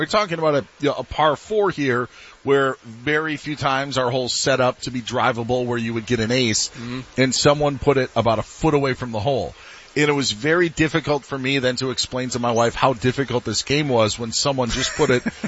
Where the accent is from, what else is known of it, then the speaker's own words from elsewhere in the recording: Wisconsin, United States; you know, my home state of Wisconsin